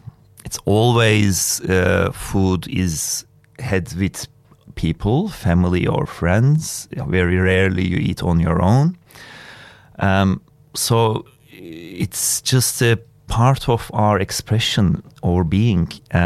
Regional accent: Istanbul, Turkey; moved away as an adult; now in Australia; Look, I grew up in Istanbul at a, you know, just middle-class family, I think, and studied engineering and then came to Australia and did a master's degree in business.

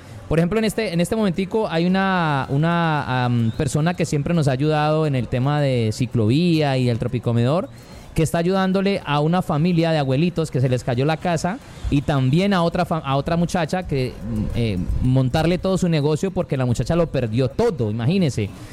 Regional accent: Cali, Valle del Cauca, Colombia

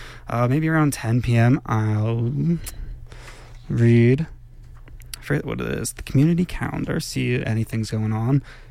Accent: New Jersey, United States; now in Telluride, United States; I'm actually from New Jersey. If you know that tri-state area, like the New Jersey, Pennsylvania, New York City, tri-state area, you know 94.5 PST. I was born and raised on that.

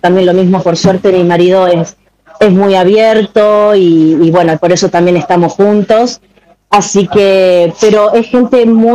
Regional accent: Argentina; now in Giza, Egypt

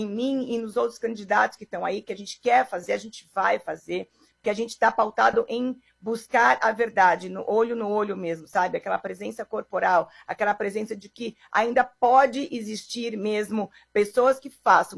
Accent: Brazil; Eu, como brasileira também, como vivo na população

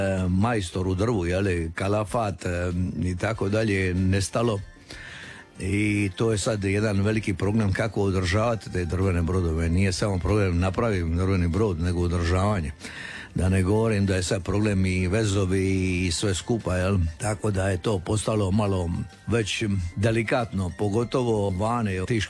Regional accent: Betina, Šibenik-Knin County, Croatia; moved away; ja sam Korčulani, ali sam rođen i odgojen u Betini na škveru i uvijek me to nekako veže za taj kraj, iako nisam tamo stalno ne živim.

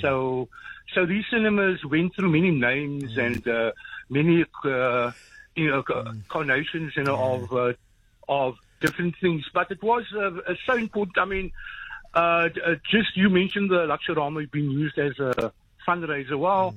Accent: Hanover Park, Western Cape, South Africa; also born or lived in Lansdowne; And like, I'm from a Hanover Park, we moved from Lansdowne. So the like in my area, the Capri's, I used to go there virtually every Saturday.

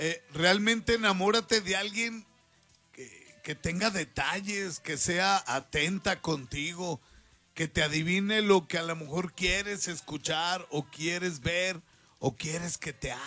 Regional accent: northern Mexico, Mexico; lo digo como buen norteño

